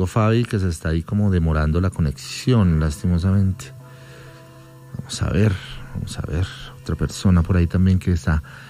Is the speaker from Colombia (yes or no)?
yes; Colombia